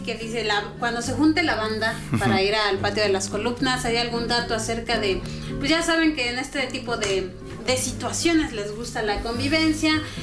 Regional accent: Mexico; siempre como mexicanos, aunque no nos quieran en algunos lados, pero siempre somos invitados o no invitados, siempre vamos a estar y somos los que ponemos la fiesta.

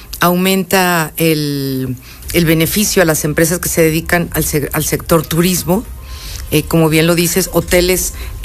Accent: Teziutlán, Puebla, Mexico; Y mira que yo soy de Teciutlán, soy teciuteca

